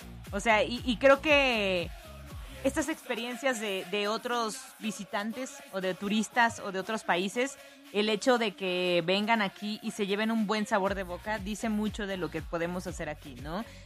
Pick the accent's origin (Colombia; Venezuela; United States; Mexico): Mexico; este mundial sirvió justo para eso, para refrendar nuestra hermandad como mexicanos.